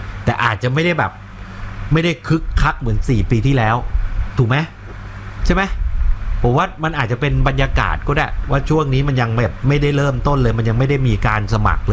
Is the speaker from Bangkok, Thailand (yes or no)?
yes; Bangkok, Thailand; เราก็คนกรุงเทพมหานคร